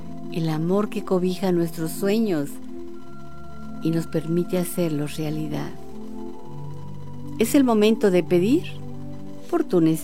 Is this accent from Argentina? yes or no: no; Mexico; el infierno que estamos viviendo como mexicanos